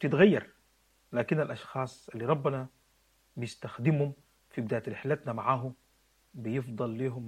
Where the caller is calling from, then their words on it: Canada; من كندا انا بحييك، بحيي زوجتك الفاضله